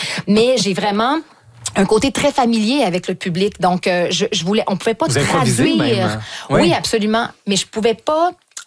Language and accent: French; Quebec, Canada; accent: Québécois; Mais j'ai un fort accent québécois et je pense que ça amenait beaucoup un côté comique aussi à côté des autres qui étaient des anglophones.